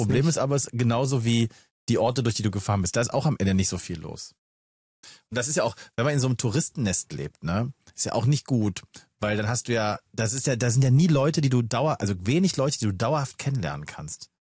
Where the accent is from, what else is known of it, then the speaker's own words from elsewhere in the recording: Magdeburg, Saxony-Anhalt, Germany; ich möchte auch nicht in Berlin sterben und auch nicht in meinem Heimatort Magdeburg.